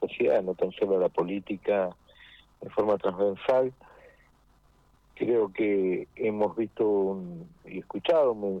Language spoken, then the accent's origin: Spanish; Argentina; Nosotros como argentinos